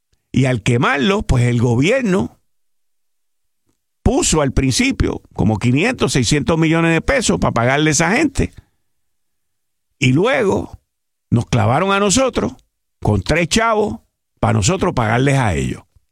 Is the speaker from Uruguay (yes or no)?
no; Puerto Rico; conociendo como somos nosotros los boricuas